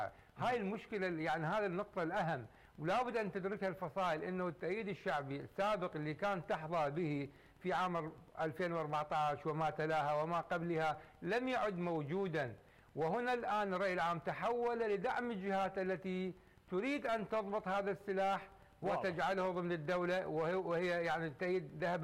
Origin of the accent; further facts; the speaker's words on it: Iraq; ونحن كعراقيين بوطننا عراقيين